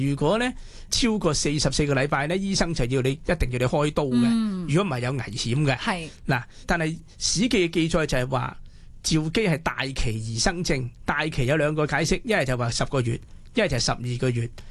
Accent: Hong Kong; 我们香港人

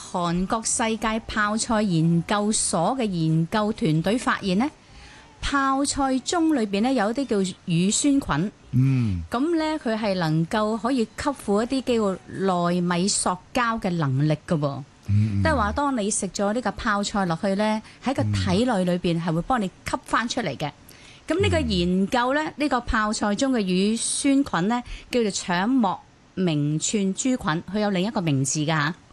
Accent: Guangdong, China; 但是我們廣東人在廣東菜裡面醃醃的東西，

